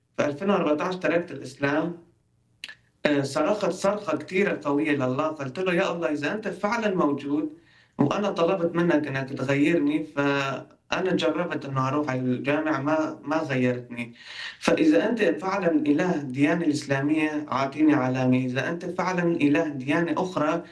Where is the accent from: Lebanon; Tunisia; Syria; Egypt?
Syria; Afrin, Aleppo Governorate; first language Kurdish; Arabic is a second language; اجوا مهاجرين من مدينة حلب على مدينتنا عفرين